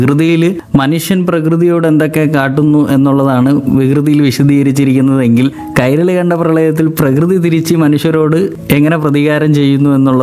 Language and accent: Malayalam; Kollam, Kerala, India; also born or lived in Tamil Nadu; അമ്മയുടെ സ്ഥലം നാഗർകോവിലാണ്. ഞാൻ ജനിച്ചത് തമിഴ്നാട്ടിലാണ്, എങ്കിലും ഞാനിവിടെ കൊല്ലത്ത് താമരക്കുളം സ്വദേശിയാണ്. നിലവിൽ ഞാൻ താമസിക്കുന്നത് അഞ്ചാലുംമൂട്ടാണ്.